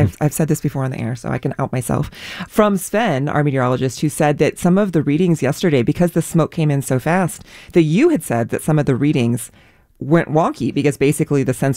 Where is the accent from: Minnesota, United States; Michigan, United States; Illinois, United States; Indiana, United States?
Minnesota, United States; Being a Minnesotan, I think sometimes we talk about, you know, it's 10 below, it's 20 below, it's 30 below